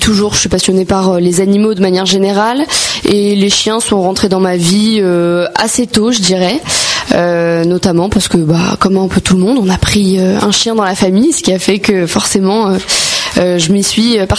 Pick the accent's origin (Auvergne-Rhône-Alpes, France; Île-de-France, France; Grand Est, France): Île-de-France, France; Beaumont-sur-Oise; je suis valdoisienne, j'habite à Beaumont-sur-Oise, du coup dans le 95.